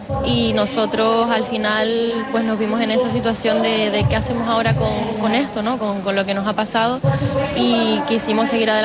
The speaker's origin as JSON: {"language": "Spanish", "area": "La Palma", "region": "Canary Islands", "country": "Spain", "tie": "born or raised there", "said": "En La Palma, sí. Mi familia es chilena, pero nos criamos en La Palma. Mis padres se fueron cuando mi hermano tenía un año y pocos meses, y yo no había nacido, yo nací en La Palma. Y bueno, nos criamos ahí"}